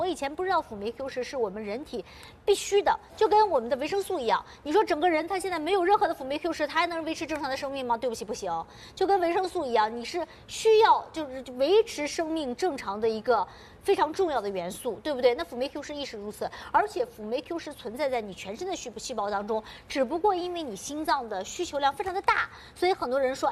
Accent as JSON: {"language": "Chinese", "country": "China", "said": "他对我们中国人、我们亚洲人群适合吗？你得打个问号。"}